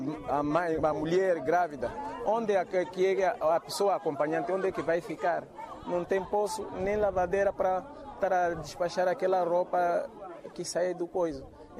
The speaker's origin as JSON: {"language": "Portuguese", "region": "Zambezia", "country": "Mozambique", "tie": "born or raised there", "said": "sou natural de Micaúni, aqui onde nasci."}